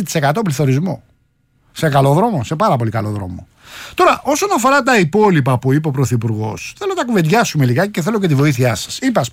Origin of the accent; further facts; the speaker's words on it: Rafina, Attica, Greece; Άρα μου λέει, έχουμε, λέει, ζητηματάκια μπόλικα αναφορικά με την πατρίδα μου στη Ραφίνα.